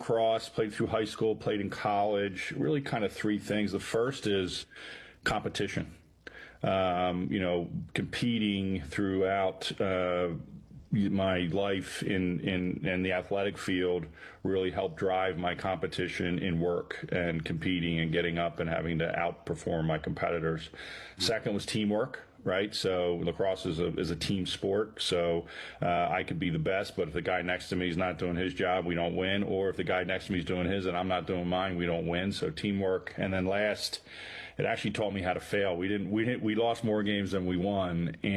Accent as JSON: {"language": "English", "town": "Bryn Mawr", "region": "Pennsylvania", "country": "United States", "said": "I'm from Bryn Mawr, Pennsylvania. I have 8 brothers and sisters. I am the youngest boy and second to youngest of the 8."}